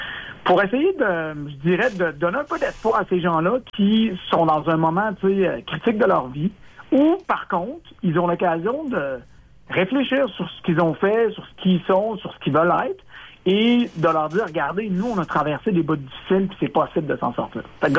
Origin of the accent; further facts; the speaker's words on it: Quebec City, Quebec, Canada; now in Saguenay, Canada; C'est nous autres, on vient de Québec. Fait qu'on, on est entre les deux.